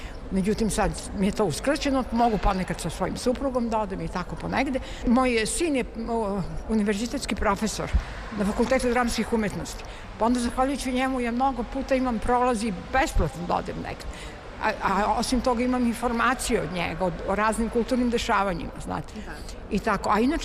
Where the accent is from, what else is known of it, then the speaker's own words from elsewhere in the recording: Vršac, Vojvodina, Serbia; zato što sam rođena u Vršcu, to je jedan kulturni grad